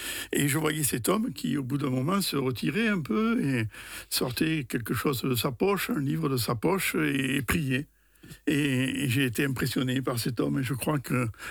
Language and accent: French; Le Vigan, Occitanie, France; je suis Cévenol. Parce que ça, c'est quelque chose à quoi je tiens beaucoup. Donc, je suis originaire de la région du Vigan. Là est ma famille, tant paternelle que maternelle. Et je suis, alors, j'ai un bon Cévenol, je suis un peu mélangé, c'est-à-dire je suis catholique